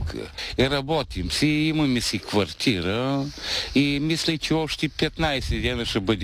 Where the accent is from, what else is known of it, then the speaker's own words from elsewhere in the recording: Dragoevo, Shumen Province, Bulgaria; also born or lived in Stara Zagora; От Стара Загора съм, но съм на времето съм живял тук в Драгоево. Съм израснал и зато и си поддържам тук района.